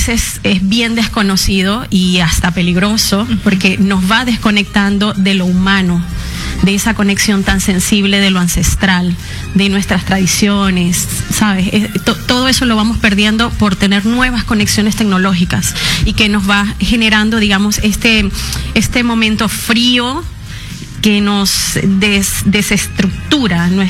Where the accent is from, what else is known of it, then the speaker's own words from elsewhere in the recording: Venezuela; now in Peru; soy venezolana.